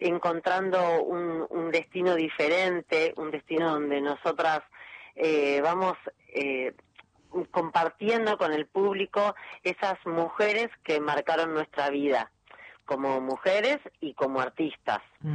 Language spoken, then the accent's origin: Spanish; Argentina; somos mujeres, somos argentinas, y claro, entonces